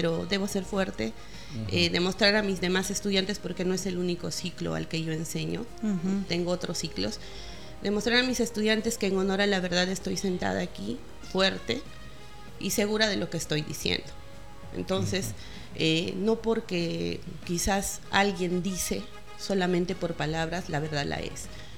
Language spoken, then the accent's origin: Spanish; Peru; Yo soy egresada de la Universidad Nacional del Centro del Perú y con orgullo soy del centro, soy del Perú.